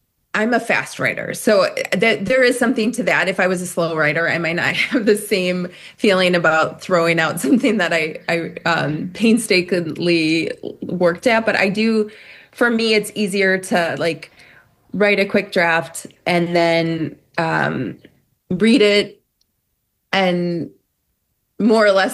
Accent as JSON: {"language": "English", "town": "Rockford", "region": "Illinois", "country": "United States", "tie": "born or raised there", "said": "Yeah, so the novel's set in Rockford, Illinois, and that is my hometown. It's where I live. It's where I have worked in child welfare for almost 2 decades."}